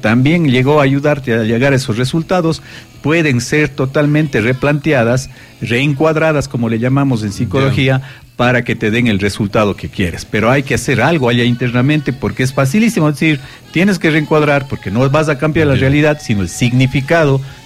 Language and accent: Spanish; Ecuador; born there; Nací en Ecuador y sé que mañana Ecuador dará el aztecaso, ¿no?